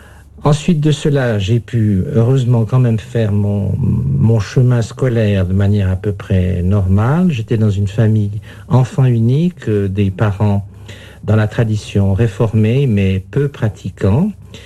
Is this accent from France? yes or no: no; Yverdon, Vaud, Switzerland; born there; j'ai 57 ans. Je suis né à Yverdon, une petite localité au bord du lac de Neuchâtel, en Suisse romande.